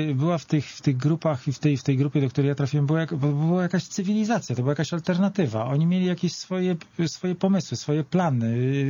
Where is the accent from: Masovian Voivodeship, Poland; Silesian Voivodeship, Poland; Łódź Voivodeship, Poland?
Masovian Voivodeship, Poland; Warsaw; długo mieszkałem na Woli